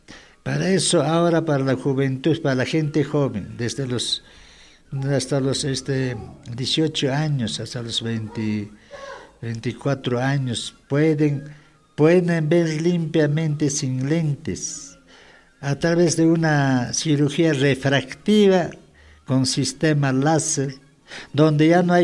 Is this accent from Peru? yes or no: yes; Peru; en mi tierra también, en Uifita antes